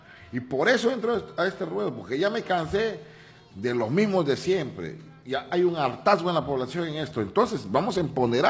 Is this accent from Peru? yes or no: yes; Loreto, Peru